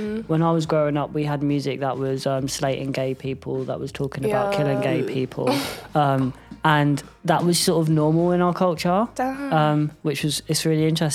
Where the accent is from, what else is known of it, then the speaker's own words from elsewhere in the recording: London, United Kingdom; for me, I grew up in London, so...